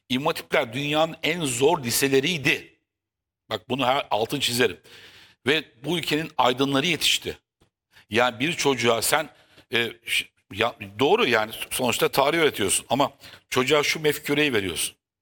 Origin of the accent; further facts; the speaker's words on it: Kadıköy, Istanbul, Turkey; Ben Kadıköy'de büyüdüm.